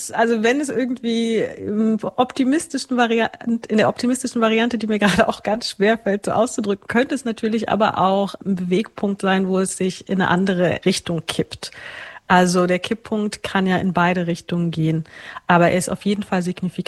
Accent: Saxony-Anhalt, Germany; Ich bin ja in Sachsen-Anhalt geboren und aufgewachsen und auch wieder Wählerin in Sachsen-Anhalt

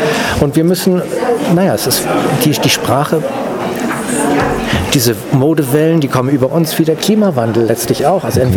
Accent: Northern Germany, Germany; bei uns in Norddeutschland sagen jetzt alle Moin zur Begrüßung.

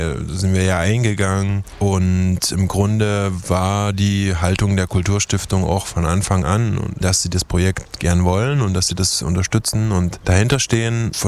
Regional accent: Chemnitz, Saxony, Germany; was ich denn dazu zu sagen habe als Chemnitzer

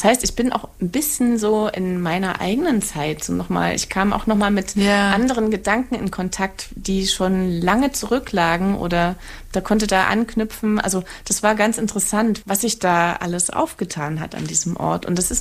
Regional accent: Saxony, Germany; Also da, wo ich herkomme, im Erzgebirge, da driften die Jugendlichen mit dem Auto auf den Schneeflächen.

